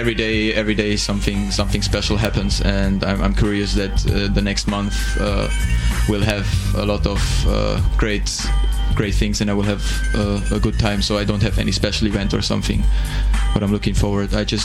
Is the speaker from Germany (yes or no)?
yes; Germany; moved away as an adult; now in Cluj, Romania; I'm from Germany, I'm an Erasmus student at UBB, European faculty. Back in Germany, I study social science with intercultural relations